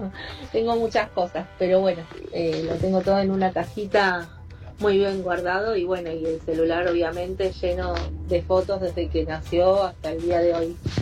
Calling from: Paso del Rey, Buenos Aires Province, Argentina; de Paso del Rey

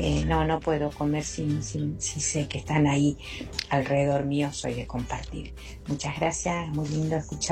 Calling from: Isidro Casanova, Buenos Aires Province, Argentina; de Casanova.

